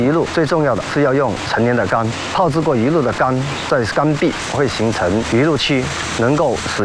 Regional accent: Chaoshan, Guangdong, China

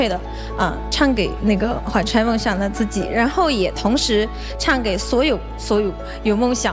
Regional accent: Daliangshan, Sichuan, China

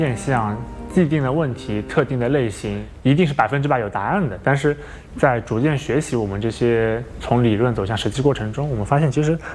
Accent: Ningbo, Zhejiang, China; 我出生在浙江宁波象山，它是一个一面山三面海的一个半岛。

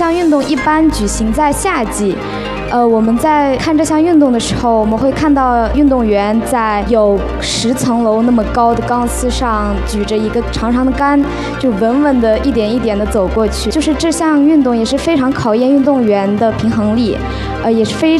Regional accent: Xinjiang, China; 我是来自新疆维吾尔自治区，有一项古老的传统民族运动叫打瓦兹。

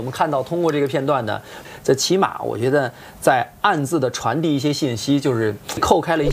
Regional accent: China

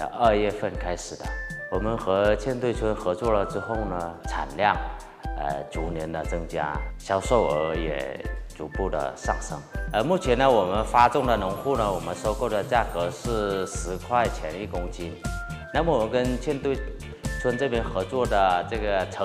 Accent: Qiongzhong, Hainan, China; 我们琼中这边呢

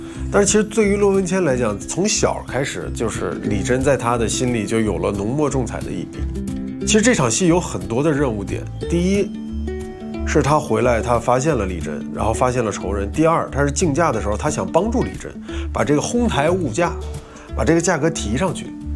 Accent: China

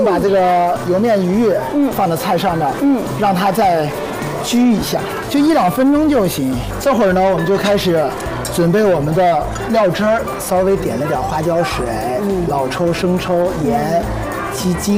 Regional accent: Shanxi, China; 我们山西人

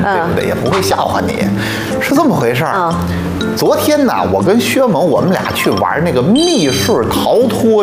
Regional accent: Xuzhou, Jiangsu, China; 大家好，我是来自徐州的

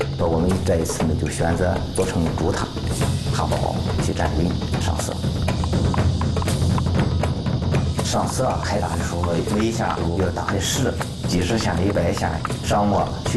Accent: Shandong, China; 我是土生土长的南山人，从小跟石头为伴，现在在思密塔文管所工作

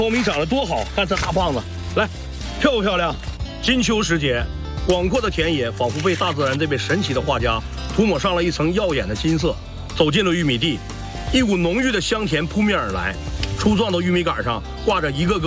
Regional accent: Siping, Jilin, China; born there

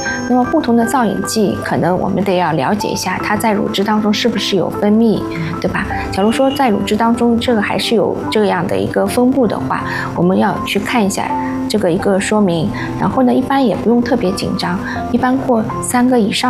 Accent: China; 我们中国人群

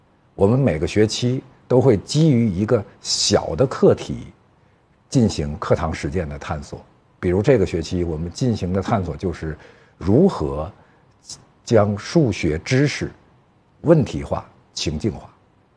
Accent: Hengshui, Hebei, China; 我生于冀州，长于冀州

